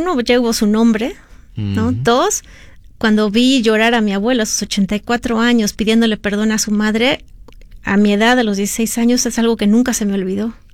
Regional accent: Mexico; precisamente por mi en todo lo que me involucré con las comunidades indígenas en mi país, se me ocurrió crear cómo un telar

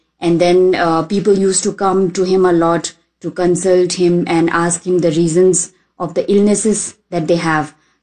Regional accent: Spiti Valley, Himachal Pradesh, India; I come from Spiti Valley. I am 25 years old.

